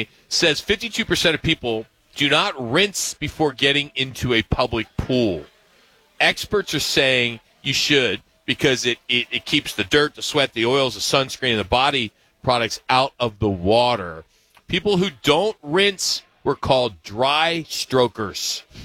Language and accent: English; Ocean City, New Jersey, United States; when I was a kid growing up in Ocean City, South Jersey